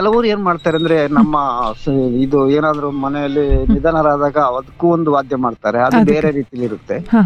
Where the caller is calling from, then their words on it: Hassan district, Karnataka, India; ಈಗ ನಮ್ಮ ಹಾಸನ ಜಿಲ್ಲೆಯಲ್ಲಿ ನಾವು ಬೇರೆ